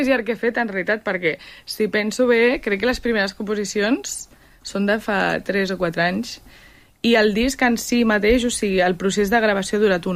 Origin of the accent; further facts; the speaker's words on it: Begues, Catalonia, Spain; No, és que està com just al costat del Garraf.